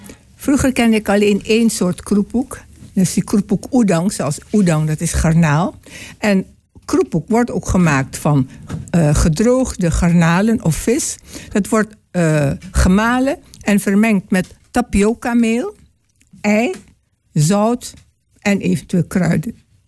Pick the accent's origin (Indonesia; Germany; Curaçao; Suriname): Indonesia; moved away; En vroeger, toen ik klein was in Indonesië, dan stonden wij altijd bij de kokkie om haar heen.